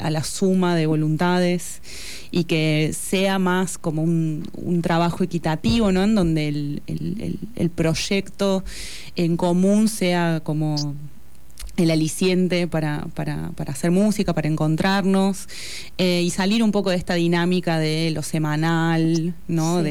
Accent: Córdoba, Argentina; moved away as an adult; Ambas somos cordobesas con Sole y egresadas de la misma escuela, los Niños Cantores de Córdoba.

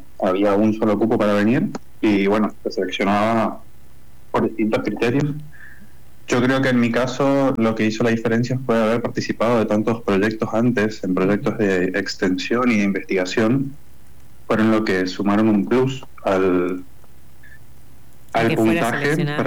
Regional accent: Argentina; moved away as an adult; now in Ciudad Juárez, Mexico; es la casa que estoy viviendo, es una casa compartida entre estudiantes de intercambio. Somos seis estudiantes de intercambio que venimos de distintos países. Somos tres de Argentina, dos de Colombia y uno de Brasil.

